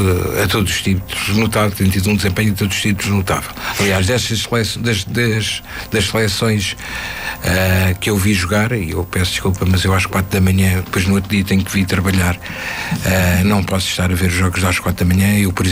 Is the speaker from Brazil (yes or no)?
no; Portugal